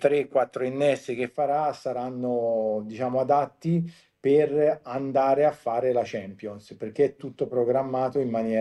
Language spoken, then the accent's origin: Italian; Tuscany, Italy